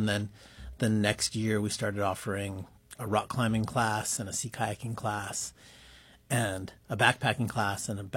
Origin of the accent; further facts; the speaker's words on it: Anchorage, Alaska, United States; now in Juneau, United States; Well, I was born in Anchorage and grew up in Anchorage.